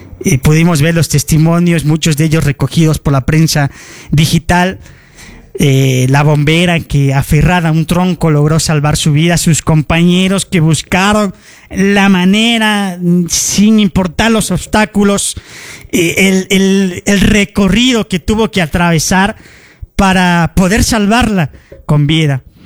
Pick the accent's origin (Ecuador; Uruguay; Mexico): Ecuador; Es cuando más tenemos que hacernos ver como ecuatorianos